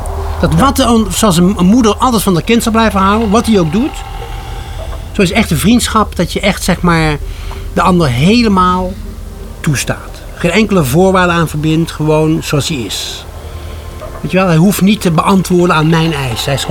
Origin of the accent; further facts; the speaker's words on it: 's-Hertogenbosch, North Brabant, Netherlands; Ik had in het stadhuis had ik een theatertje in Den Bosch waar ik opgegroeid ben.